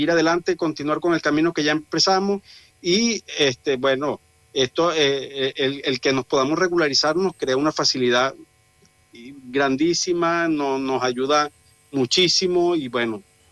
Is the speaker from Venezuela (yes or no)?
yes; Venezuela; y más aún en mi país. En Venezuela